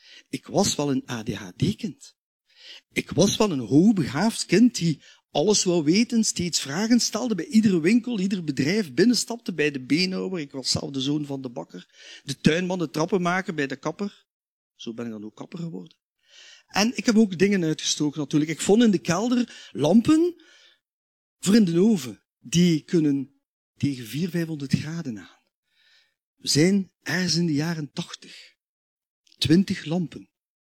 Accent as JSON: {"language": "Dutch", "town": "Watermael-Boitsfort", "region": "Brussels", "country": "Belgium", "tie": "born there", "said": "Ik ben niet van Brugge, dat klopt. Ik ben namelijk geboren in Watermaal Bosvoorde, in een Frans gezin."}